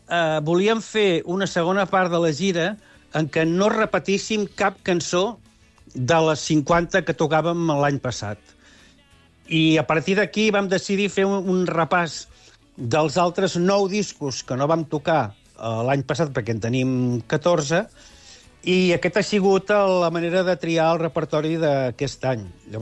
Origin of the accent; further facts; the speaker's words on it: Constantí, Catalonia, Spain; ja ho sap la gent que som de Constantí.